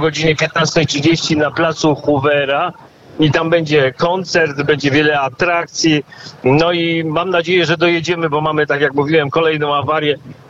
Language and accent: Polish; Kraków, Lesser Poland, Poland; moved away as an adult; now in Vilnius, Lithuania; ja pochodzę z Krakowa. A od 20 lat mieszkam w Wilnie. Przyjechałem do Wilna tylko na 2 tygodnie, a zostałem 20 lat.